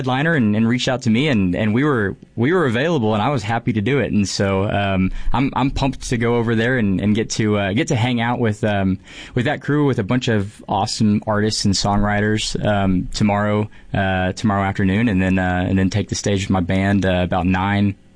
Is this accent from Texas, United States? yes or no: yes; Amarillo, Texas, United States; Yeah, so I grew up here in Amarillo. I've been playing music my whole life.